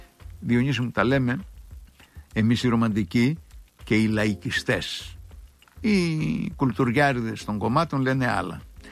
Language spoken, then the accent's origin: Greek; Crete, Greece; now in Zografou, Greece; από Ζωγράφου, καλημέρα Γιάννη, σε συγχαίρω για, για τις θαραλέες απόψεις σου. Κοίταξε, στο χωριό μου και το όνομά σου παραπέμπει και σένα, είναι Κρήτη.